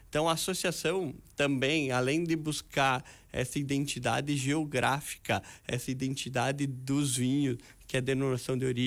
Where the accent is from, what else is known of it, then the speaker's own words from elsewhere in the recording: Bento Gonçalves, Rio Grande do Sul, Brazil; Eu sou natural de Bento Gonçalves.